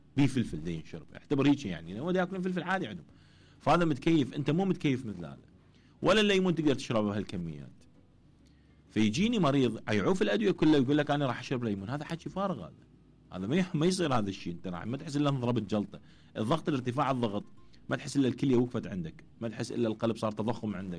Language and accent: Arabic; Iraq; احنا كمنطقه عراقيين